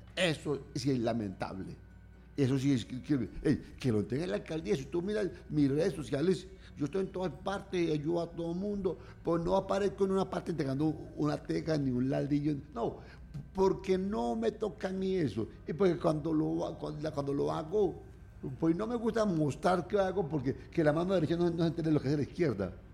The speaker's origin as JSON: {"language": "Spanish", "town": "Pereira", "region": "Risaralda", "country": "Colombia"}